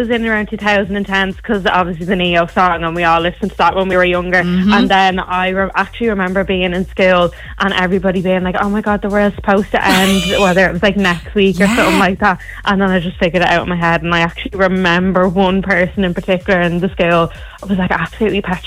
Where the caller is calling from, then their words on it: Dublin, Leinster, Ireland; I'm in Balgriffin.